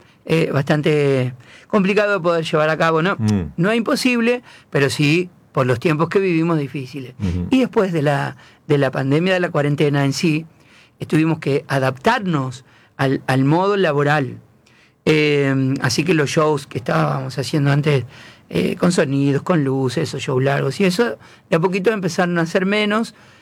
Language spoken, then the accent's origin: Spanish; San Nicolás de los Arroyos, Buenos Aires Province, Argentina; cantaba cuando tenía 8 años en una radio AM de mi pueblo natal, de mi ciudad natal, en San Nicolás, la LT24.